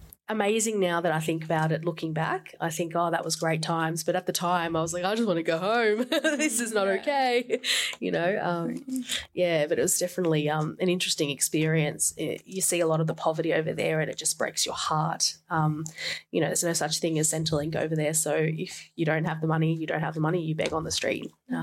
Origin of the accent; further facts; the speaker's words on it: El Salvador; now in Australia; There's a lot of us here, and there's just this immense pride for where we come from, where our roots are, but also how we are all Australian as well.